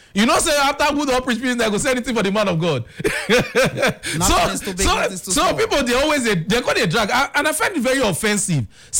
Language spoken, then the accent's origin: English; Ghana; I come from Ghana.